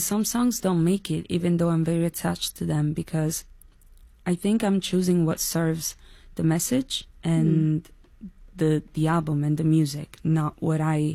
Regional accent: Italy; I think the reason why today I'm so attached to my roots, both Italian and Dominicans, is because I looked for it. I really researched where I was from.

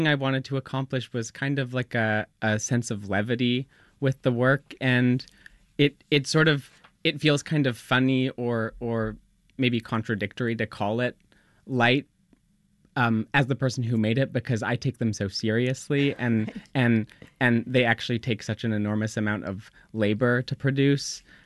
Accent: Winnipeg, Manitoba, Canada; moved away as an adult; also born or lived in Montreal; I'm from Winnipeg in Canada

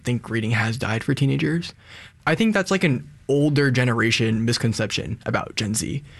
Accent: Staten Island, New York, United States; I'm from Staten. So my transportation is long wherever I go.

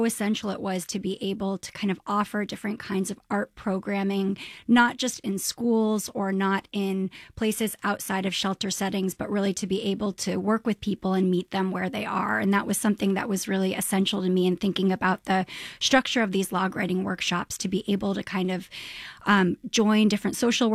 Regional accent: New York, United States; I was born in 1988 in St. Vincent's Hospital, which is no longer a hospital, is closed, is now luxury condos.

